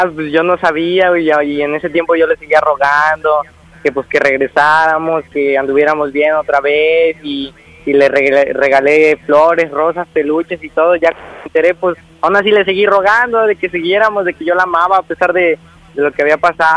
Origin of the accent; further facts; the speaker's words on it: Xalapa, Veracruz, Mexico; a pesar de cuenta de que yo soy de Jalapa, pero vine para mi santa.